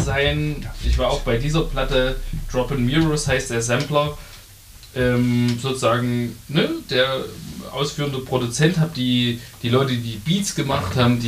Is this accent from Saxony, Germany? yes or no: yes; Syrau, Saxony, Germany; der war eigentlich aus meinem Heimatdorf, aus Syrau. Das sind 1500 Einwohnerdorf im Vogtland.